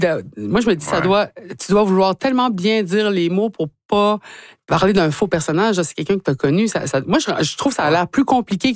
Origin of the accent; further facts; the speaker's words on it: Ekuanitshit, Quebec, Canada; même si vous autres êtes Machteuyat, puis moi, je suis de Iguantit.